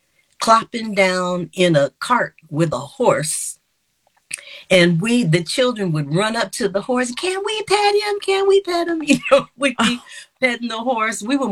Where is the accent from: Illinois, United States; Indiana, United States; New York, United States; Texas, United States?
Illinois, United States; Chicago; I was born and raised in Chicago. My first home was in Bronzeville. My address was 4321 St. Lawrence.